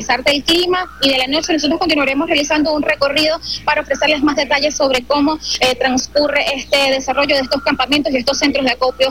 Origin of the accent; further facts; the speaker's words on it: Venezuela; lo que sigue aconteciendo en nuestro país, en la República Bolivariana de Venezuela, en el centro de nuestra ciudad de capital